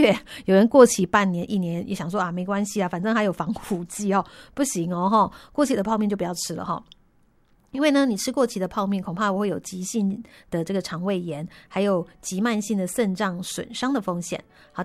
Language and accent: Chinese; Taiwan; 我们台湾人